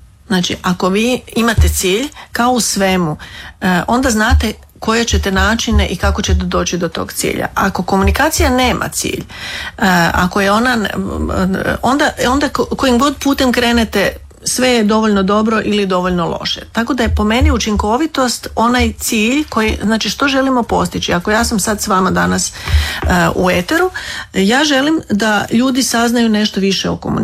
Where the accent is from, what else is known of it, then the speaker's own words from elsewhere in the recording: Slavonia, Croatia; Kao što se kod mene možda ne čuje toliko, jer sam odrasla u Slavoniji, gdje se govori, gdje i naglasci nisu toliko, toliko izraženi.